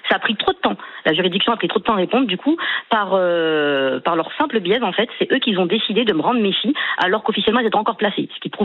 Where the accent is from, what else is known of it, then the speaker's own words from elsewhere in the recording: Valence, Auvergne-Rhône-Alpes, France; Et un jour, j'ai décidé de partir avec mes enfants et de revenir dans ma ville natale, à Valence